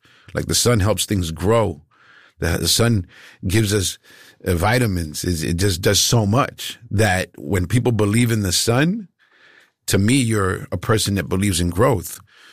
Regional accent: Queens, New York, United States; I'm coming from Queens. I'm coming from hip hop. I'm not leaning toward this world.

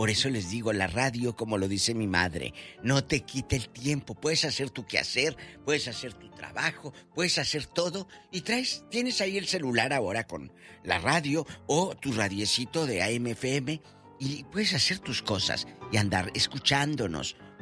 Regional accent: Matamoros, Tamaulipas, Mexico; Entonces, todos estos íconos de la radio de mi tierra, de la frontera, de Matamoros, fue muy bonito, Alex.

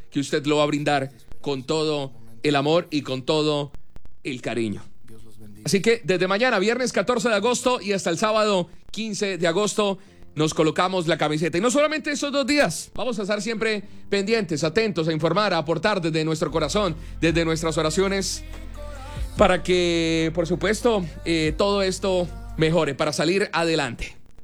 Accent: Colombia; como buenos guerreros, como buenos colombianos.

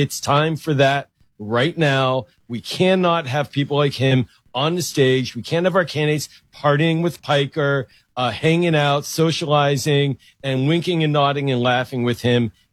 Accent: Pittsburgh, Pennsylvania, United States; I grew up in Pittsburgh. I went to summer camp with Jewish kids from Detroit area.

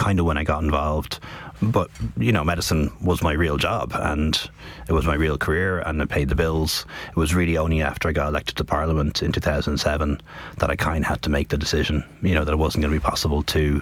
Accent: Dublin, Leinster, Ireland; born or raised there

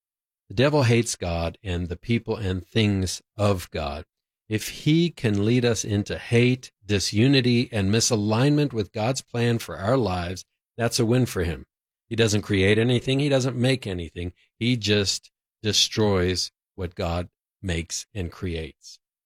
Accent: South Africa; also born or lived in Houston, United States; When I was growing up in South Africa, at about 7 years old, another kid on the soccer team called me a Jew boy.

